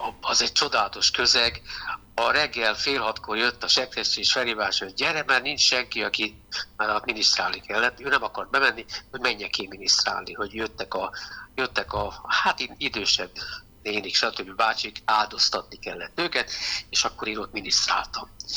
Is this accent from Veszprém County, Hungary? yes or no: yes; Pápa, Veszprém County, Hungary; born there; also born or lived in Budapest; hát ugye katolikus családba nőttem fel, és sokat jártam a templomba, első áldozó, stb. Minden volt, ami ugye hozzájár a katolikus család és a tradíciókhoz. És ezen kívül az én drága apai nagymamám, pápa, émerint pápán születtem